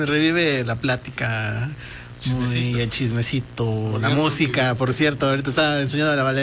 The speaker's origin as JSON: {"language": "Spanish", "region": "Mixteca", "country": "Mexico", "tie": "born or raised there", "said": "al menos en mi tierra, en la Mixteca, es como que una zona demasiado así que se siente mucho los sismos"}